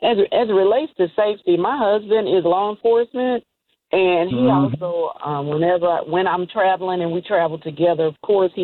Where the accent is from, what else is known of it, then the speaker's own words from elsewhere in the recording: Mississippi, United States; growing up in Mississippi and being from Mississippi